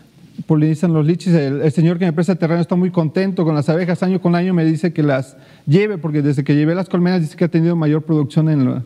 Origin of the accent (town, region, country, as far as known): Xico, Veracruz, Mexico; born or raised there; now in Dos Ríos, Mexico